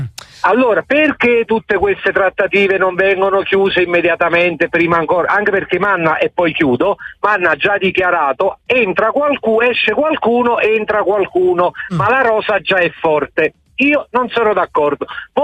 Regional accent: Naples, Campania, Italy; now in Mantua, Italy; Vi chiamo dal Mantovano, sono di Napoli, ma chiamo dal Mantovano.

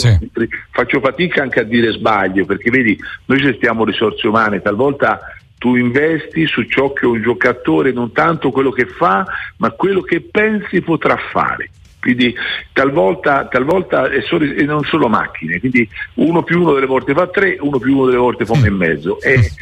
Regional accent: Tuscany, Italy; io in Toscana, in campagna alle mie parti

